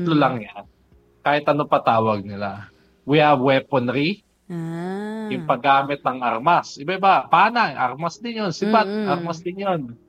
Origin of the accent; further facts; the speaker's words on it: Cainta, Calabarzon, Philippines; Sa baras naman, since taga-Kainta ako, taga-Kainta Rizal, makikita mo, meron silang sariling foot fighting doon.